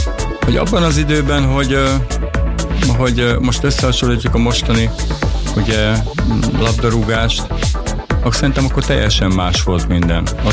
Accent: Balassagyarmat, Nógrád, Hungary; born there

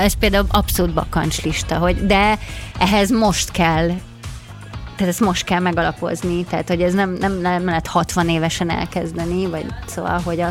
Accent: Brazil; Brazíliába megmutatni a családomnak azt, hogy hol voltam gyerek

